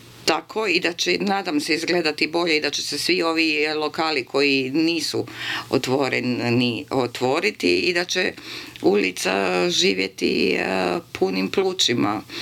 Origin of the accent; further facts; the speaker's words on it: Zagreb, City of Zagreb, Croatia; born there; Žao mi je jedino što je to Zagreb stradao u potresu, pa je to još vidljivo, ali volim, to je moj rodni grad